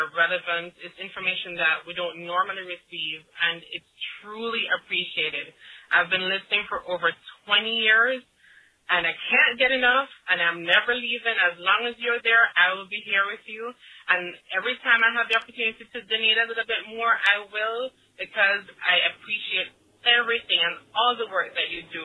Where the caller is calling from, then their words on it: Wellington, Florida, United States; I'm calling from Wellington in West Palm Beach.